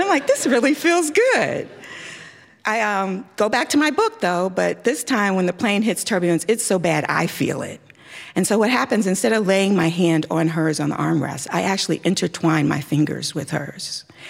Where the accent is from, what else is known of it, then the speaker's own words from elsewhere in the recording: Chicago, Illinois, United States; I mean, I grew up in Chicago too, so one of the things that I continually heard in my household